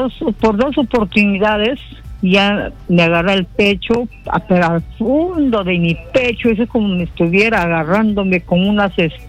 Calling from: Cerro de Pasco, Pasco, Peru; soy de Cerro de Pasco, voy y vuelvo.

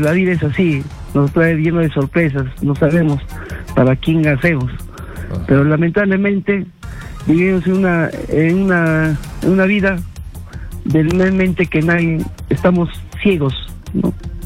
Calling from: Ayacucho, Peru; te llamo desde Ayacucho.

